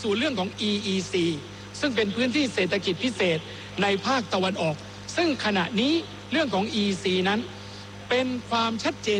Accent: Southern Thailand, Thailand; born there; ผมเป็นคนปากใต้ครับผมเกิดที่นั่นญาติพี่น้องของผมอยู่ที่นั่นมีคนที่เรารู้จักเป็นเพื่อนฝูงเป็นญาติมิตรคนที่รู้จักกันทั้ง14จังหวัดภาคใต้

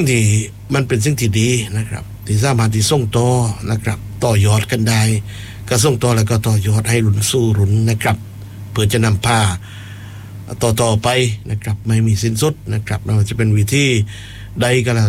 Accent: Phuket, Thailand; ไปภูเก็ตบ้านเรา

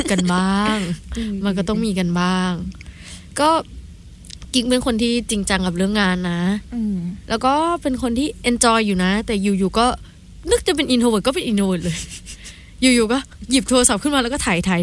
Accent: Southern Thailand, Thailand; พี่เป็นคนแบบรักใครรักจริง เด็กใต้รักจริง

